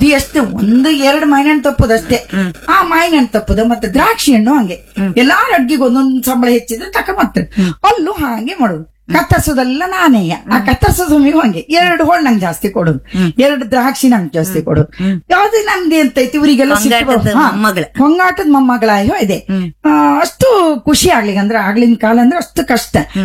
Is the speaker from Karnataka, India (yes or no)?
yes; Kundapura, Karnataka, India; accent: Kundapura Kannada; ನಾವು ಕುಂದಾಪುರದಾಗೆ, ನೀವು ಹೇಳಿದಂಗೆ ಕುಂದಾಪುರದಾಗೆ ಹುಟ್ಟಿದ್ದ. ಸಾಲಿಗ್ರಾಮದಲ್ಲಿ ಚಿತ್ರಪಾಡಿ ಅಂತ ಒಂದು ಗ್ರಾಮ, ಅಲ್ಲಿ ನನ್ನ ತಂದೆ ಮನೆ, ನನ್ನ ಅಪ್ಪನ ಮನೆ ಅಲ್ಲೇಯ.